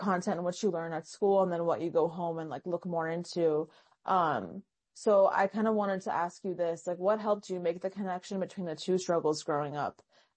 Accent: Tennessee, United States; because I grew up in Tennessee, and I just started to realize that like my country wasn't really being talked about anywhere.

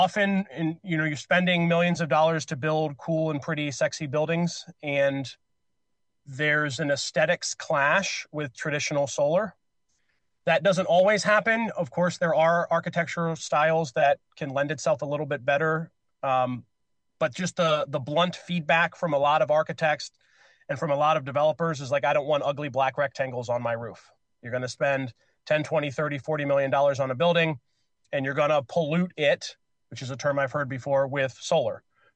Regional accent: Akron, Ohio, United States; moved away; also born or lived in Cincinnati; I'm a Rust Belt boy, born and raised in Akron. I went to school down in Xavier in Cincinnati.

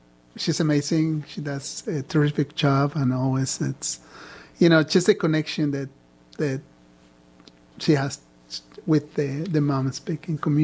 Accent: Ecuador; now in Oregon, United States; I'm not from Guatemala, I'm from Ecuador

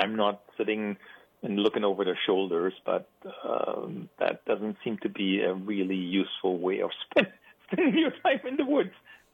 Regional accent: Germany; moved away; So I grew up in Germany, so I followed hunting culture in Germany a little bit.

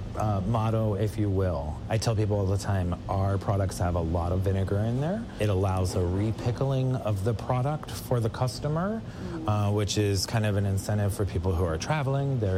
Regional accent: Ohio, United States; We grew up in Ohio as a kid making pickles.

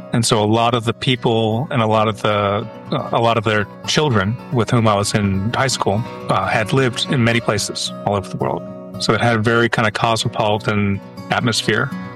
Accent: Columbus, Ohio, United States; born there; So I was born in Columbus, Ohio.

